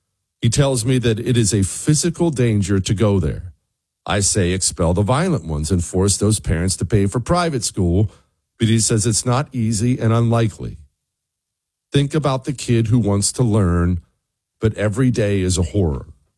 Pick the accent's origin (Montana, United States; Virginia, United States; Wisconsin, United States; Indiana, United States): Montana, United States; Bozeman; Now, I grew up in Bozeman, Montana. it was relatively crime-free.